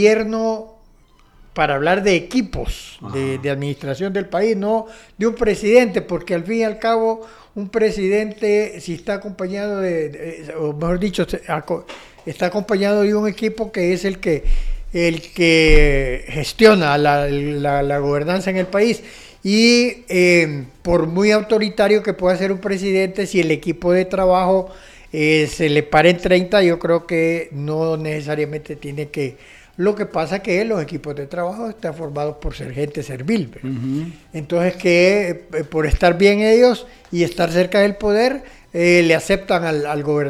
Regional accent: Honduras

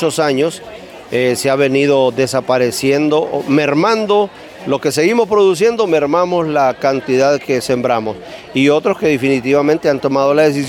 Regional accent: Honduras; como hondureños tenemos que aceptarlo.

